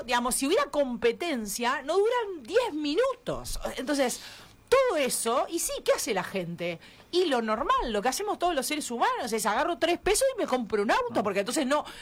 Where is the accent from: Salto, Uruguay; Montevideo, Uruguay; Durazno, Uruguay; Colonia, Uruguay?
Montevideo, Uruguay; Yo viví gran parte de mi vida, en mi adolescencia, en mi infancia, en Malvin y Punta Gorda.